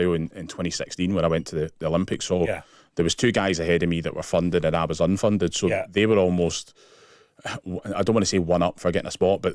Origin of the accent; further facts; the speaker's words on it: Glasgow, Scotland, United Kingdom; I'm Glaswegian, I'm stingy.